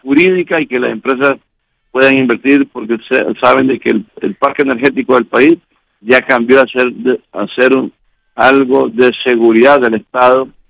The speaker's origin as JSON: {"language": "Spanish", "country": "Honduras", "said": "la ENE es la institución del Estado que nosotros como hondureños tenemos que fortalecer"}